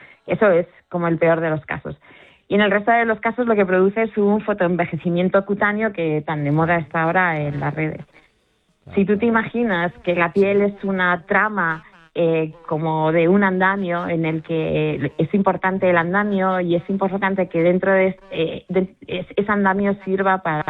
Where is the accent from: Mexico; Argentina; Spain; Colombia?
Spain; Pues mira, lo que pasa es que somos españoles, entonces la mañana pues empieza tarde para nosotros